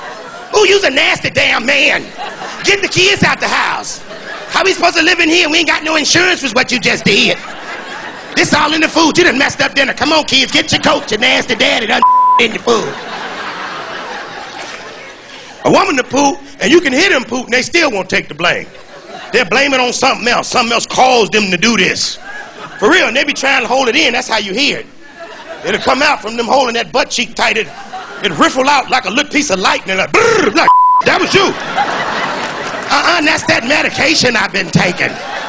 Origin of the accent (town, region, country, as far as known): Chicago, Illinois, United States